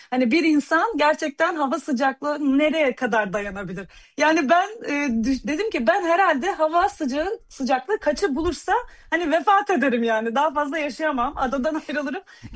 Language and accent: Turkish; Adana, Turkey; moved away as an adult; now in Germany; ben hani bir Adanalı olarak